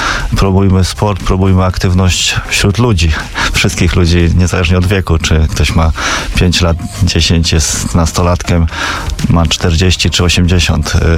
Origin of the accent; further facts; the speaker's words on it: Toruń, Kuyavian-Pomeranian Voivodeship, Poland; Ja wychowałem się na Skarpie.